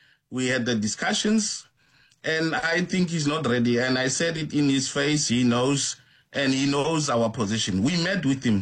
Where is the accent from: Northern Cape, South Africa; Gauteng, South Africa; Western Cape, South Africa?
Western Cape, South Africa; I come from Overberg.